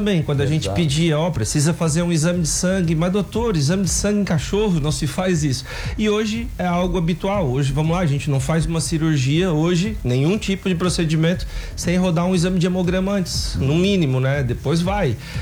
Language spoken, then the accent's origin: Portuguese; Brazil; now in Laguna, Brazil; Nós não somos naturais daqui, eu sou de Maruí, a Ana é de Joinville e a gente está aqui há 15 anos